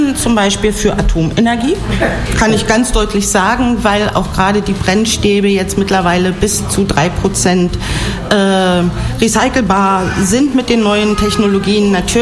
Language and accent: German; Brandenburg, Germany; moved away; Ich komme aus dem Oderbruch. Mein Elternhaus steht nicht weit von einem Windrad.